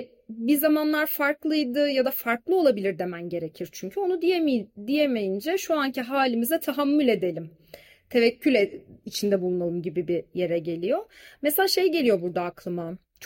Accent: Antalya, Turkey; Ben Antalyalıyım. Ara ara gidiyorum Antalya'ya

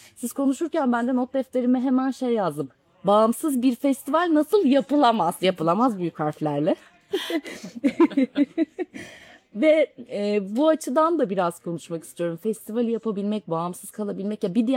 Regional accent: Trabzon, Turkey; ben Trabzonluyum, ailem fındık üreticisi.

